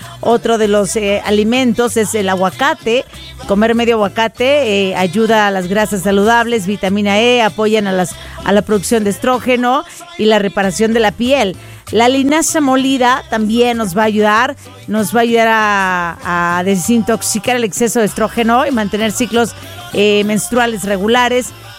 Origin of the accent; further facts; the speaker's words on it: Mazatlán, Sinaloa, Mexico; Y yo soy marinera, pero soy de Mazatlán, Sinaloa. Bendita de tierra de bandas y de gente trabajadora.